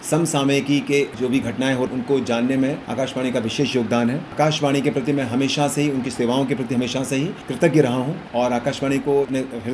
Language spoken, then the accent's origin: Hindi; Gwalior, Madhya Pradesh, India; मैं ग्वालियर से हूँ